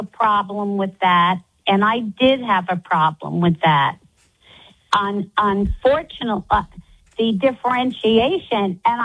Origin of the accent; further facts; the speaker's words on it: New York, United States; I grew up in New York, in New York State.